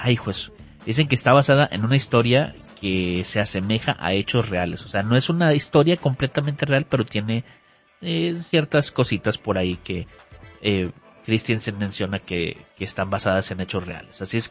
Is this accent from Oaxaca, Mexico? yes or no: no; Monterrey, Nuevo León, Mexico; now in Omaha, United States; yo también soy de Monterrey